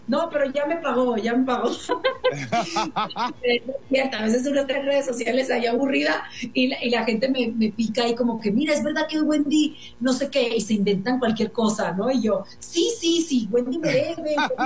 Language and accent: Spanish; Chihuahua, Mexico; born there; Yo nací en Chihuahua, o sea, venga para acá.